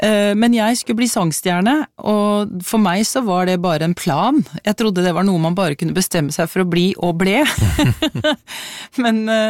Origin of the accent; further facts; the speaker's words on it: Nesodden, Akershus, Norway; moved away; Jeg vokste jo opp på Nesodden utenfor Oslo, så var omringet av sjø på alle kanter.